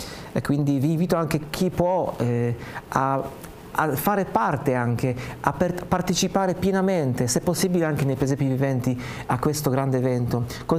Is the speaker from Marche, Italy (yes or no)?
yes; Potenza Picena, Marche, Italy; anche nel mio paese qui vicino a Montesanto, Potenza Picena, c'è un stato sempre da 10 anni, il presepio vivente